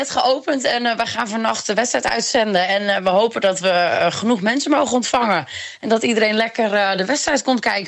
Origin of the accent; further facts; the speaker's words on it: Friesland, Netherlands; Ik kom natuurlijk wel uit Friesland, hè?